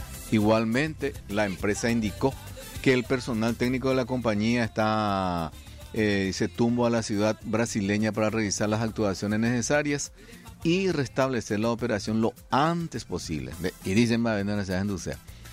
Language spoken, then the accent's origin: Spanish; Paraguay; pensé como paraguayo